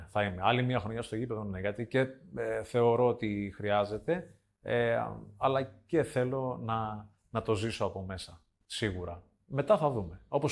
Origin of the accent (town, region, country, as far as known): Rethymno, Crete, Greece; moved away